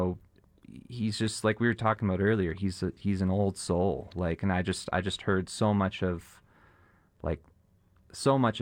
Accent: Canada; because I'm from Canada, so it's like the hockey reference.

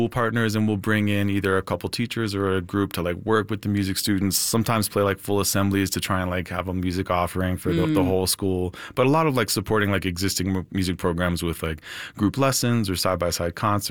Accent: Denver, Colorado, United States; I grew up around the City Park area, and actually so did my father

